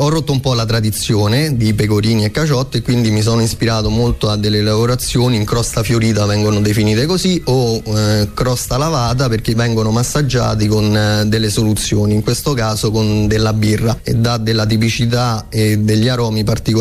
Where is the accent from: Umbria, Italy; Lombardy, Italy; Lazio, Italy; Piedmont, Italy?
Lazio, Italy; Sacrofano; moved away as an adult; Il paese di Sacrofano, dove sono nato, cresciuto, tanti amici, ha fatto sì che tornassi